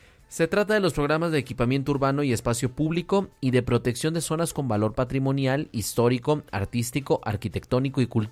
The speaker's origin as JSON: {"language": "Spanish", "town": "Cuauhtémoc", "region": "Chihuahua", "country": "Mexico", "moved": "yes", "said": "allá en mi tierra."}